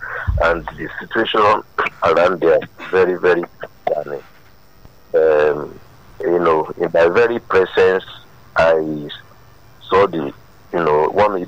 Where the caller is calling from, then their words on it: Agege, Lagos, Nigeria; calling from Agege.